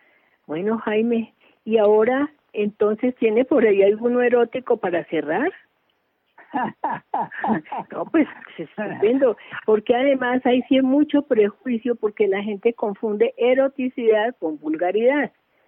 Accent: Colombia; Yo soy 100% colombiana. Yo no me iría a vivir a ninguna otra parte.

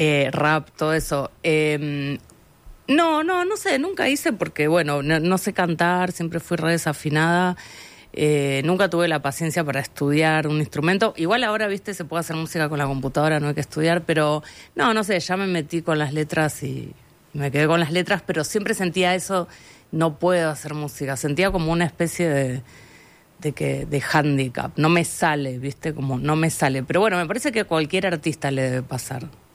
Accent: Mendoza, Argentina; yo crecí en Mendoza

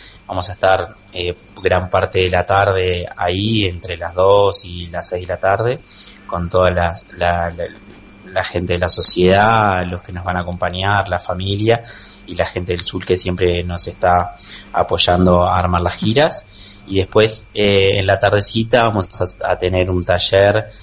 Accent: Flores, Uruguay; bueno, a mi departamento también, yo soy de Flores

